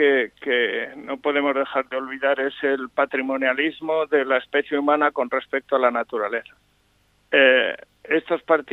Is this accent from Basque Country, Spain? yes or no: no; Aragon, Spain; mi tierra de Monegros